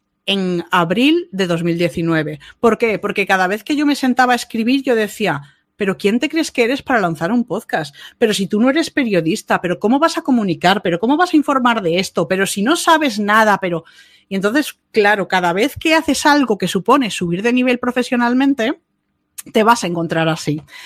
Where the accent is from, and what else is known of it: Málaga, Andalusia, Spain; born or raised there; also born or lived in Bilbao